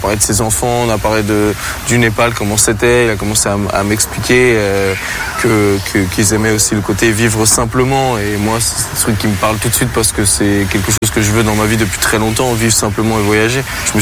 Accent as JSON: {"language": "French", "town": "Champigny-sur-Marne", "region": "Île-de-France", "country": "France", "said": "moi, je viens de Champigny, c'est juste à côté, 94 et tout."}